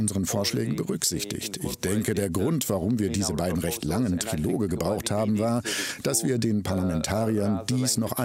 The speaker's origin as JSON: {"language": "German", "country": "Slovakia", "said": "Und Sie verstehen, ich komme aus der Slowakei, ich weiß, wie wichtig die Automobilindustrie ist."}